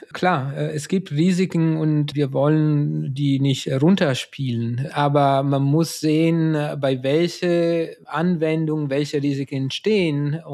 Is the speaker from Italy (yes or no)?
yes; Italy; moved away; Also als Italiener habe ich immer gedacht, dass die Deutsche technikaffin sind